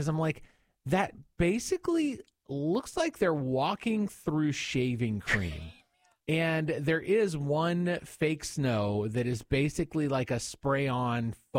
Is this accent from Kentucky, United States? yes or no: yes; Versailles, Kentucky, United States; my hometown, Versailles, Kentucky